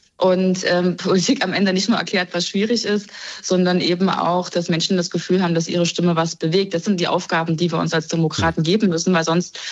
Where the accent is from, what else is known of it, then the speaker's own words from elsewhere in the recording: Thuringia, Germany; ich komme aus Thüringen, da kann ich da vieles berichten